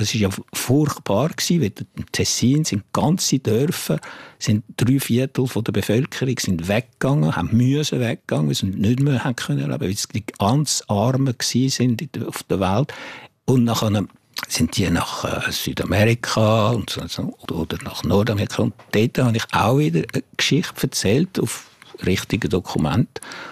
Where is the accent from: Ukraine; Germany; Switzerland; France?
France; Bourgogne-Franche-Comté; German is a second language; ich bin von da, ich bin im Jura aufgewachsen, ich bin ein Freund vom Zürichsee oder vom Genfersee und ich gehe gerne in den Alpen wandern. Also warum soll ich jetzt als Franzose schreiben, oder?